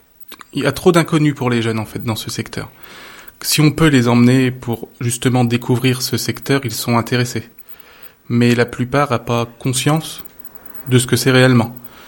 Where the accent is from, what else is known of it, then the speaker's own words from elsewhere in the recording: Nevers, Bourgogne-Franche-Comté, France; Moi, je suis originaire de Nevers, à la base, donc j'ai une bonne connaissance de Nevers.